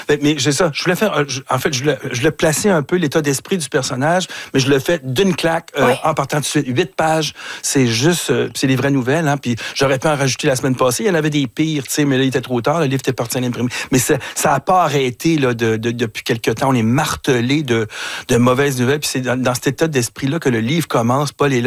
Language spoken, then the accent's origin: French; Montreal, Quebec, Canada; Je suis un vrai Montréalais né ici. J'ai jamais traversé les ponts, mais presque. Tu sais, je suis toujours sur l'île.